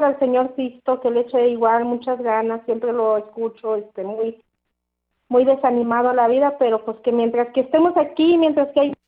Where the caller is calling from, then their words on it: Huehuetoca, State of Mexico, Mexico; de acá de Huehuetoca.